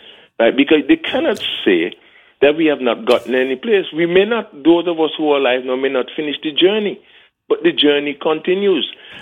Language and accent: English; Montserrat; If we are British or British Overseas Territory citizens